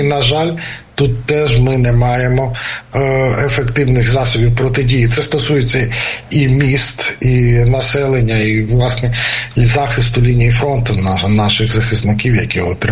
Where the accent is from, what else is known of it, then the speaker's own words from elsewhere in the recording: Kyiv, Ukraine; вже ми кияни